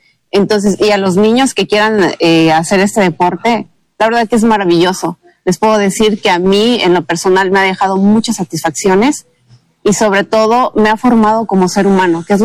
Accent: San Cristóbal de las Casas, Chiapas, Mexico; mi ciudad natal, que es San Cristóbal.

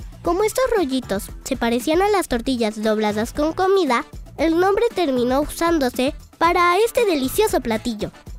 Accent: Mexico

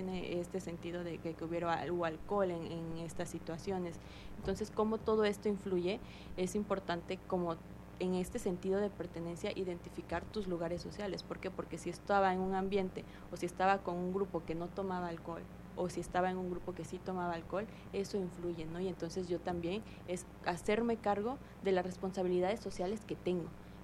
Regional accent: Tabasco, Mexico; y entonces yo soy tabasqueño, y entonces orgullosos de ser tabasqueños

